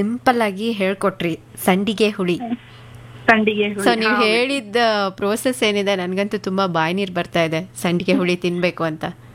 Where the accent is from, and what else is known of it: Tumakuru, Karnataka, India